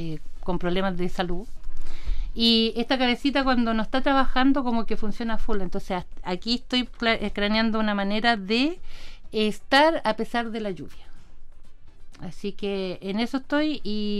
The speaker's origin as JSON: {"language": "Spanish", "town": "Puente Alto", "region": "Santiago Metropolitan Region", "country": "Chile", "moved": "yes", "said": "yo soy de Puente Alto, yo cuando llegué acá hace como 15 años"}